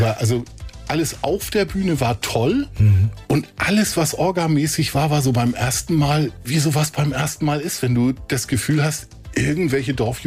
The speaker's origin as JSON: {"language": "German", "town": "Kappeln", "region": "Schleswig-Holstein", "country": "Germany", "said": "wir waren ja auf dem Land, ich komme selber aus Kappeln, ne?"}